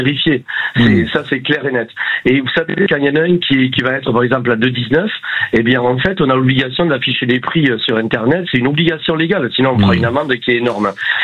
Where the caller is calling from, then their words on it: Mont-de-Marsan, Nouvelle-Aquitaine, France; je suis à Mont-de-Marsan